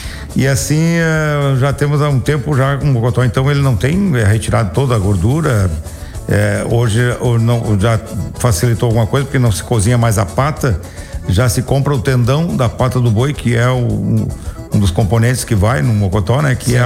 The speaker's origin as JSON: {"language": "Portuguese", "town": "São Luiz Gonzaga", "region": "Rio Grande do Sul", "country": "Brazil", "tie": "born or raised there", "also_born_or_lived": "Santa Maria / Ijuí", "moved": "yes", "lives_now": "Araranguá, Brazil", "said": "comecei a trabalhar em rádio em Ijuí, porque eu sou natural de São Luís Gonzaga."}